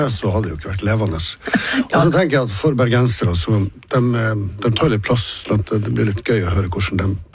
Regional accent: Tromsø, Troms, Norway

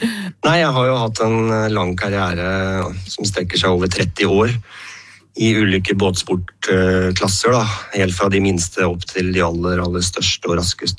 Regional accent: Sandefjord, Vestfold, Norway; jeg begynte jo med en liten båt hjemme i Sandefjord

